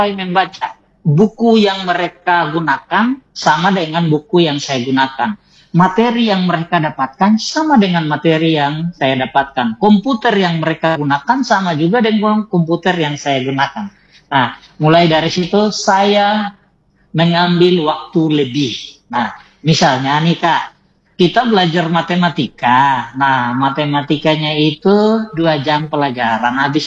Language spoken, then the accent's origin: Indonesian; Mundek, Indonesia; Kampung saya di Mundek. Karena dulu-dulu kampung sekali.